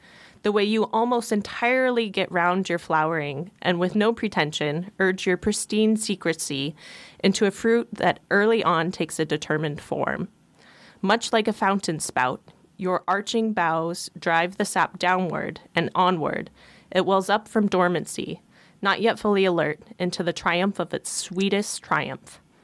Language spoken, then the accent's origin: English; Palmer, Alaska, United States; I was born and raised in Palmer.